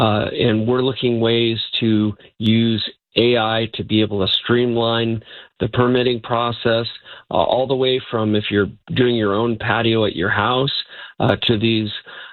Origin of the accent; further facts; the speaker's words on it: Chula Vista, California, United States; Chula Vista is my hometown, and I love it. And when I was in elementary school, we were about 60 to 70,000 people. But now we're almost 300,000 people and the second largest city by population